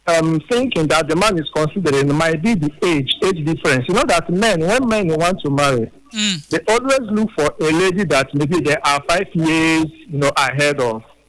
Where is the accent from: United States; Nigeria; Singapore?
Nigeria; Enugu, Enugu State; from Enugu.